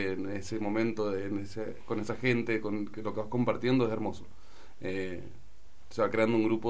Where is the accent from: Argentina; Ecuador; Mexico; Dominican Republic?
Argentina; Luján, Buenos Aires Province; yo soy de Luján